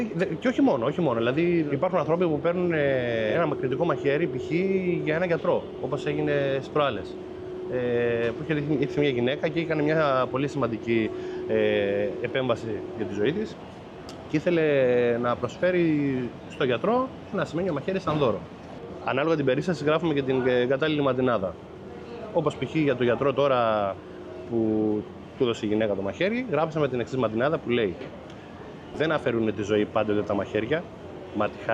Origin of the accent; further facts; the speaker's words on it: Chania, Crete, Greece; born there; Μέσα Χανιά.